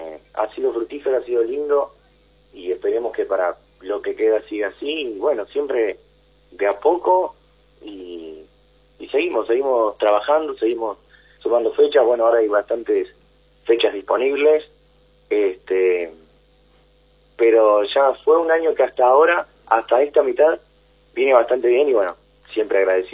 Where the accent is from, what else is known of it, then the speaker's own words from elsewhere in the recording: Córdoba, Argentina; dirás que es porque soy del sur de Córdoba